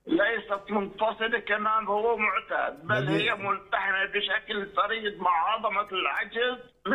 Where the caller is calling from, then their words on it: Norway; انا ابن الرب من النرويج